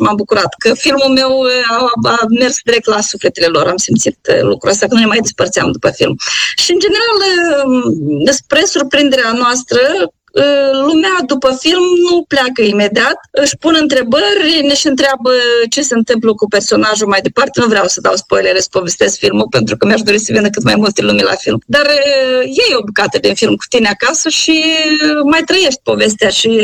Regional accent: Fundurii Vechi, Moldova; la funduri vechi, este satul meu de Baștină

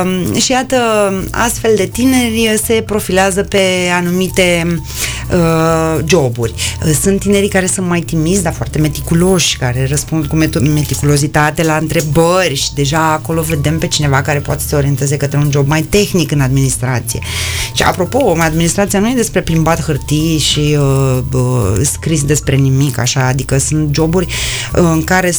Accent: Bucharest, Romania; now in Moldova; eu sunt din România, sunt din București. Sincer, și eu, când aveam 20 de ani, era anul 2000

